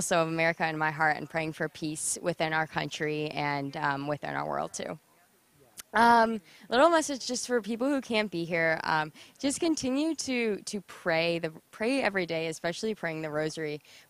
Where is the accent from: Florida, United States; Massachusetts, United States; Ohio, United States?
Ohio, United States; Columbus; I am from Columbus, Ohio, and this is my first time coming to Magigori.